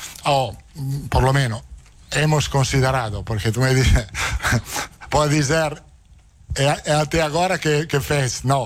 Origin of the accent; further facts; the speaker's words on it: Italy; Portuguese is a second language; Me sinto bem, italiano, brasileiro, sou italiano. É uma experiência fantástica treinar no Brasil.